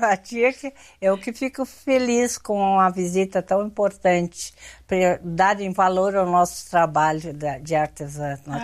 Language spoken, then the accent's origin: Portuguese; Pinheiro Machado, Rio Grande do Sul, Brazil; born there; Eu nasci em Pinheiro Machado, no município de Pinheiro Machado.